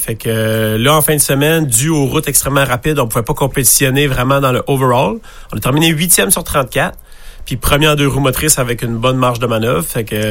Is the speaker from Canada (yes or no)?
yes; Quebec, Canada; moi, je viens de la Gaspésie, on est venu ici.